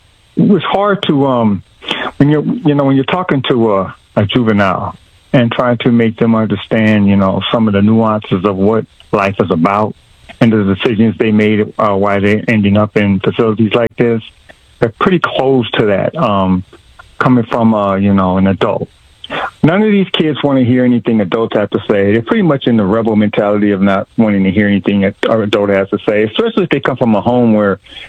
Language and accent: English; Los Angeles, California, United States; I'm from South Central Los Angeles originally, so. I grew up